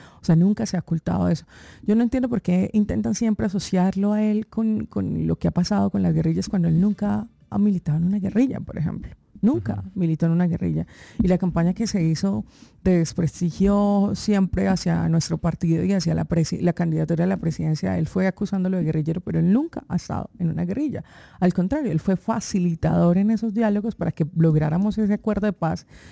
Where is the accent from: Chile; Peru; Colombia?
Colombia